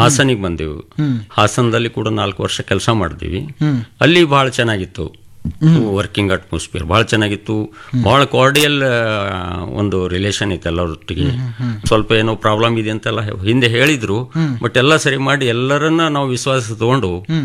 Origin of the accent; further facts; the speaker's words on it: Bidar district, Karnataka, India; also born or lived in Gulbarga; ನಾನು ಬೀದರ್ ಜಿಲ್ಲೆ ಭಾಲ್ಕಿ ತಾಲೂಕಿನ ಕಣಜಿಯನಂತ ಗ್ರಾಮದವನು. ನಾನು ಓದಿದ್ದು ಹೈಸ್ಕೂಲು ಮತ್ತು ಪಿ ಯು ಸಿ ಎಲ್ಲ ಬೀದರ್ನಲ್ಲಿ, ಆಮೇಲೆ ಇಂಜಿನಿಯರಿಂಗು ಗುಲ್ಬರ್ಗದಲ್ಲಿ ಓದಿದ್ದೀನಿ.